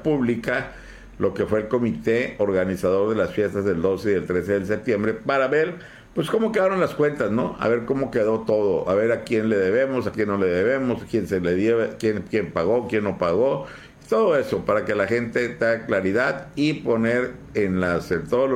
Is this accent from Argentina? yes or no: no; Mexico; la gente, mucha gente, como buenos mexicanos, estamos tomando muy a la ligera la situación del niño